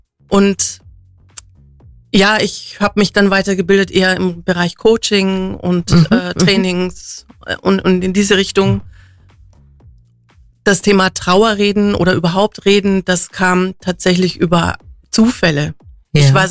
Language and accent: German; Dietmannsried, Bavaria, Germany; also born or lived in Kempten; Ich bin eine Allgäuerin, ja. Bin in Kempten geboren und bin in Dietmannsried aufgewachsen und lebe heute auch in Dietmannsried.